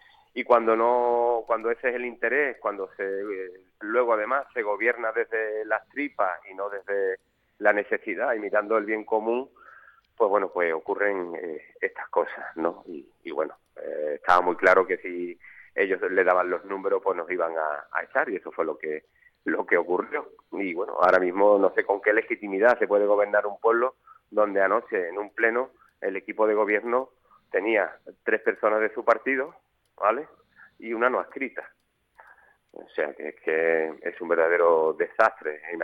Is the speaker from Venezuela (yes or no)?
no; Conil de la Frontera, Andalusia, Spain; Yo lo digo como conileño, ¿no? Porque yo lo que quiero es lo mejor para mi pueblo.